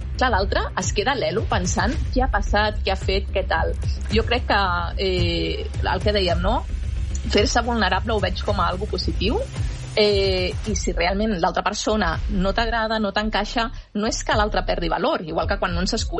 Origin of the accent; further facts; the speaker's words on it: Catalonia, Spain; que som catalans